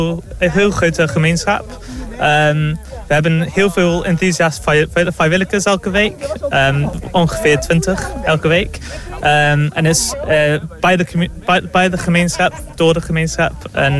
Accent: Wales, United Kingdom; Dutch is a second language; moved away as an adult; now in Groningen, Netherlands; Ik kom uit Wales. So ik heb hier gestudeerd 10 jaar geleden.

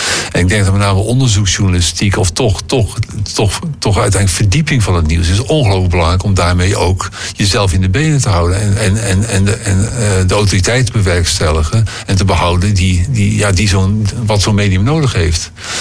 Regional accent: South Holland, Netherlands; Ik ben niet van Amsterdam. Ik kom natuurlijk uit Rotterdam omgeving. Dus ik ben wel heel erg Rotterdam fan.

